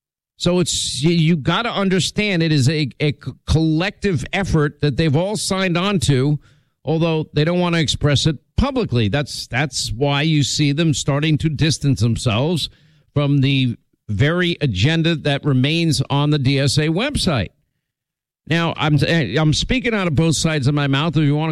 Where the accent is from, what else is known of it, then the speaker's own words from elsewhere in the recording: Florida, United States; And in my home state of Florida is real.